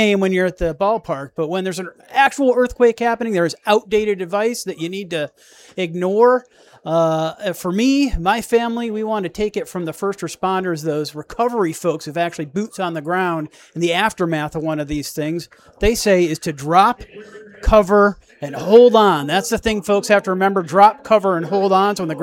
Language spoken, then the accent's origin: English; California, United States; I'm from Northern California